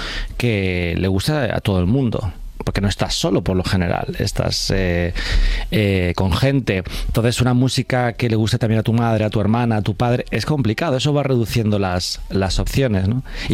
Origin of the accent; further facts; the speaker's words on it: Alcorcón, Community of Madrid, Spain; Cuando me decían, ¿tú de dónde eres? Yo decía, Alcorcón.